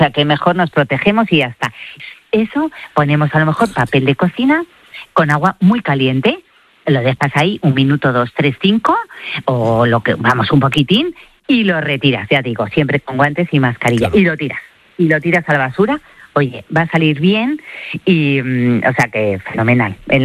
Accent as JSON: {"language": "Spanish", "country": "Spain", "said": "De la vera, por supuesto, que para eso somos españoles"}